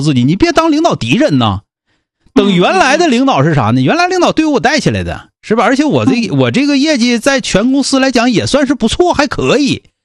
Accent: Northeast China, China; 最后咱们老家都是有一句话的，说孩子在外边好好干，实在太累了就回来，咱们东北足吃足喝

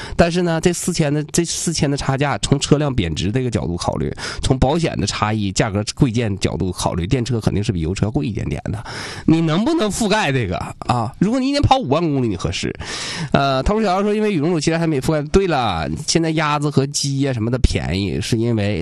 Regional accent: Northeast China, China; 咱们东北人不习惯

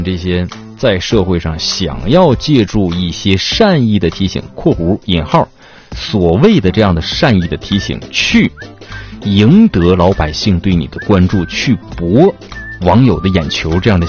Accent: China; 我是中国人

